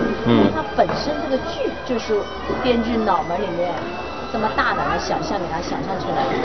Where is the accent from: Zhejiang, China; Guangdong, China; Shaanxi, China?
Zhejiang, China; 我们浙江人好像就是有一个特点，是不是什么都敢去尝试？